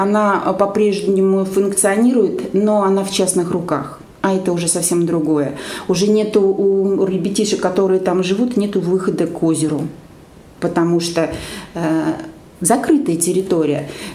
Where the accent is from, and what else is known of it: Novye Eltsy, Tver Oblast, Russia; born or raised there